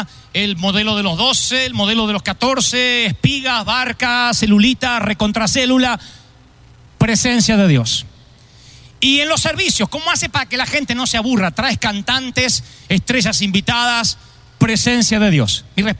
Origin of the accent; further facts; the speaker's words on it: Argentina; Yo soy carnívoro, no carnal, carnívoro, porque soy argentino.